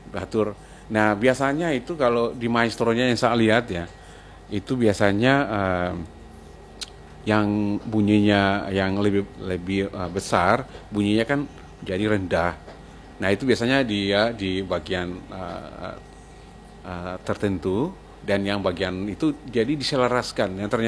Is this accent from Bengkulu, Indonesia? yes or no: no; Maluku, Indonesia; karena kita orang Maluku ini ya, identik dengan musik, sering disampaikan ya, DNA orang musik itu, orang Ambon itu musik. Ya, sejak lahir sudah nyanyi.